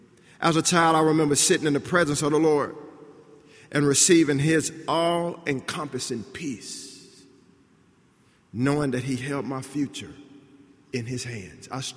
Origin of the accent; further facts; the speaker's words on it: Texas, United States; I'm from Texas.